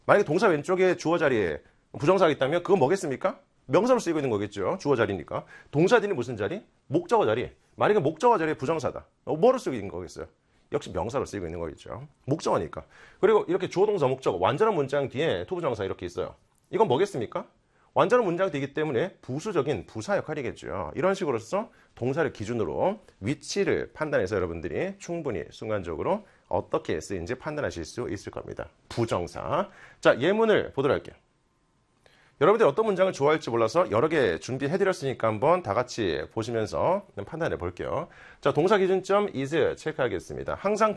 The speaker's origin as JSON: {"language": "Korean", "country": "South Korea", "said": "우리는 한국인이기 때문에"}